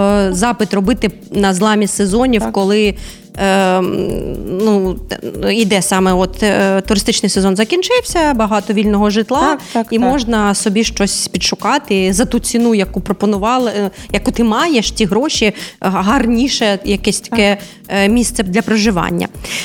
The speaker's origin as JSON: {"language": "Ukrainian", "town": "Odesa", "region": "Odesa Oblast", "country": "Ukraine", "said": "ми, одесити"}